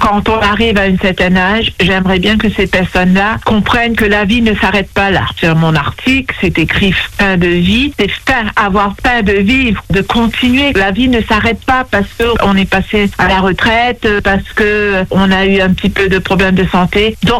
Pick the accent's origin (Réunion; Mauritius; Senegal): Mauritius; also born or lived in Lebanon / Cyprus; now in Neuvillette-en-Charny, France; Moi, je viens de l'île Maurice. J'ai quitté le pays en 84 en direction du Liban, dont j'ai resté 10 ans, et j'ai connu la guerre aussi, la guerre en 85. Et puis, suite à ça, je suis partie à Chypre.